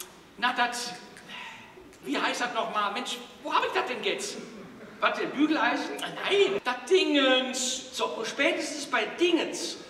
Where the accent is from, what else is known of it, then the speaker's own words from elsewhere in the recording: Bonn, North Rhine-Westphalia, Germany; Ja, vor allem in Bonn, in meiner Heimatstadt Bonn, steckt momentan extrem fest, weil die Nordbrücke nicht mehr da ist.